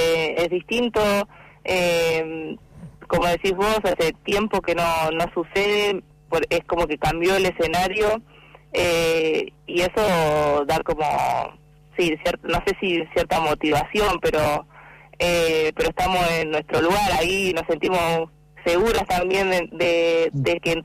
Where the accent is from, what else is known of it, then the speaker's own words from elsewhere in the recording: Puerto Madryn, Chubut, Argentina; Yo soy de Madrid.